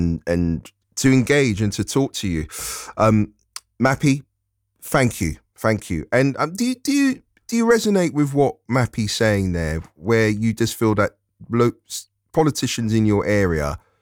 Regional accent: London, United Kingdom; So I'm a Londoner.

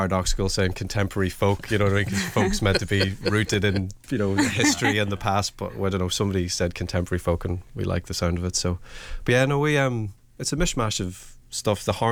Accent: Warrenpoint, Northern Ireland, United Kingdom; also born or lived in Newry; We're from Warren Point / Newry.

